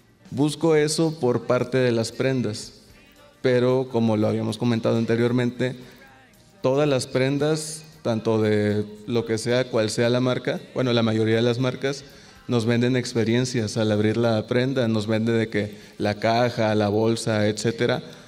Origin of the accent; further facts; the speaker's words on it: Poza Rica, Veracruz, Mexico; Yo vengo de Poza Rica, allá de hecho soy licenciado en Derecho.